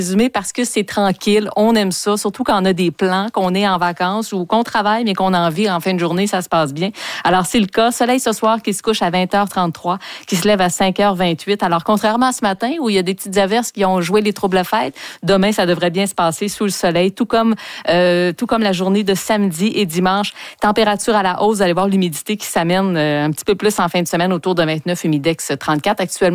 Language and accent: French; Trois-Rivières, Quebec, Canada; Puis moi, j'ai grandi à Trois-Rivières.